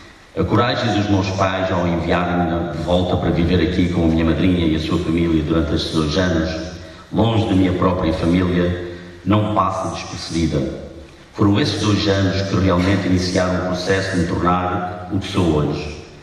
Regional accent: Veiros, Portugal; moved away; à minha terra natal, por terem ajudado a tornar-me o homem que sou hoje.

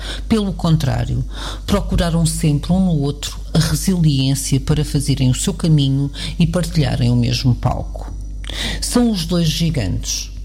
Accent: Portugal; Eu que sou portuguesa, mas tenho na Argentina uma paixão antiga

